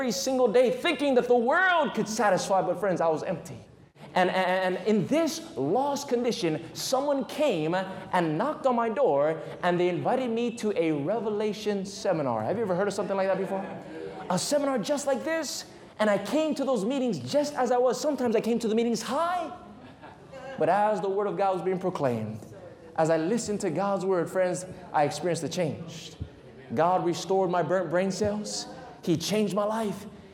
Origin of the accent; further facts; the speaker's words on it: Waianae, Hawaii, United States; growing up in Waianae on the island of Oahu